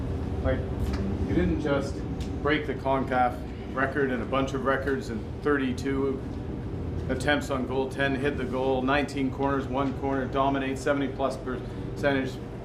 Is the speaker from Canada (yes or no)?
yes; Canada; I couldn't be prouder as a Canadian, and on behalf of all Canadians